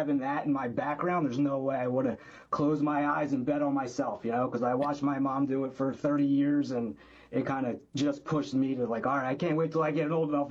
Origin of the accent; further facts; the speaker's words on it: Clifton Heights, Pennsylvania, United States; I'm from the beautiful town of Clifton Heights, Pennsylvania, right outside of Philadelphia.